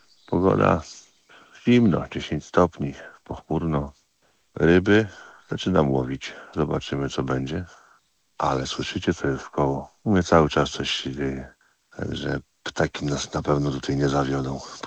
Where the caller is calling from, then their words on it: Płońsk, Masovian Voivodeship, Poland; z Płońska-Sienkmania